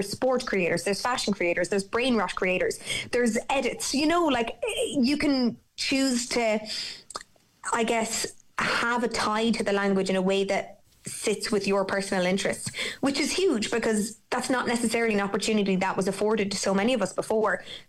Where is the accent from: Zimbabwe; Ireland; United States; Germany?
Ireland; Midlands; Growing up in the Midlands, Irish was a school subject. I went to an all-English school.